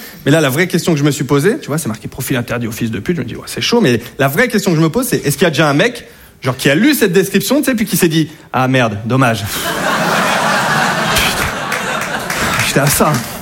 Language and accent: French; Hauts-de-France, France; Et ça m'a choqué parce que chez moi, en Picardie, voilà, entre voisins, franchement, il y a une bonne ambiance.